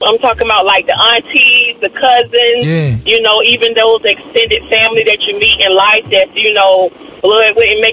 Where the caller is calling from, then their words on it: Norfolk, Virginia, United States; I'm calling out of Norfolk, Virginia.